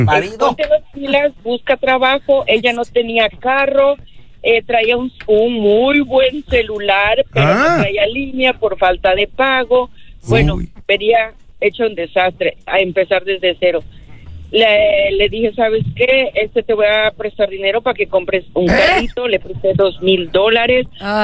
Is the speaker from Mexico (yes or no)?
yes; Mexico; Yo soy de México.